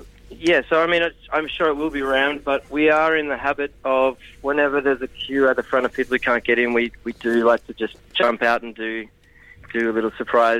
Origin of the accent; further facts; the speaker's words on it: Australia; born there; moved away; also born or lived in Berlin; But I was born in Australia.